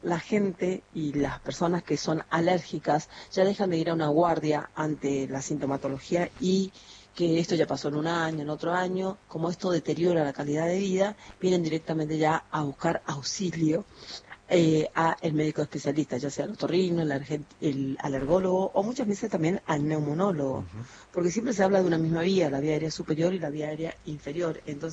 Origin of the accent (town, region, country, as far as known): Bellavista, Corrientes, Argentina